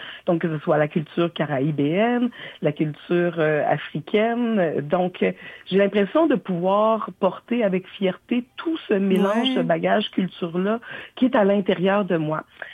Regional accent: Montreal, Quebec, Canada; mais moi, je viens de Montréal, moi, je suis née ici, je suis québécoise.

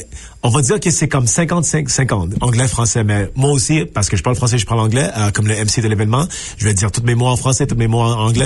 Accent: Montreal, Quebec, Canada; Mais moi, je suis né à Montréal, pour le monde qui connaisse Montréal, moi je viens de La Salle, le sud de l'île de Montréal.

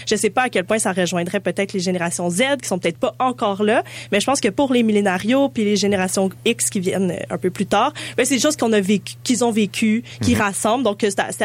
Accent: Montreal, Quebec, Canada; je pense qu'on se reconnaît en tant que Montréalais aussi là

